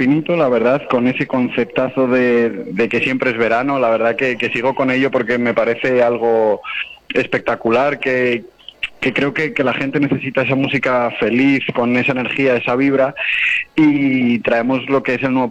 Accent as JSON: {"language": "Spanish", "town": "Coslada", "region": "Community of Madrid", "country": "Spain", "said": "yo soy de Madrid, soy de Coslada"}